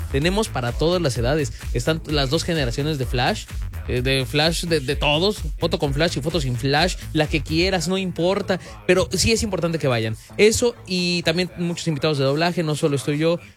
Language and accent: Spanish; Mexico; así somos los mexicanos.